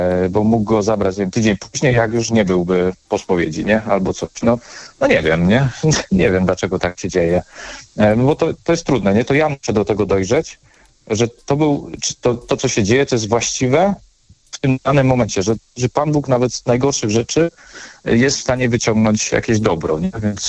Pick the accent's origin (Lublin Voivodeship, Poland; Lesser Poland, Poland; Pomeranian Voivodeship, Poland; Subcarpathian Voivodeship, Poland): Lesser Poland, Poland; Kraków; U nas w Krakowie